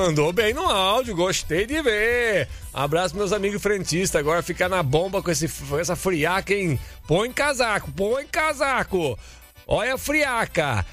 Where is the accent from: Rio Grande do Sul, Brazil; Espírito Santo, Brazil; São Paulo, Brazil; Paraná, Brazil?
São Paulo, Brazil; Araras; Olha, Dileme, cidade vizinha da minha terra, de Araras.